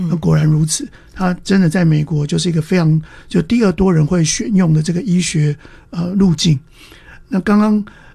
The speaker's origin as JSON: {"language": "Chinese", "country": "Taiwan", "also_born_or_lived": "United States", "moved": "as an adult", "said": "即使是我是台湾人，我是教会唯一的台湾人，就我们家是教会唯一的台湾家庭。"}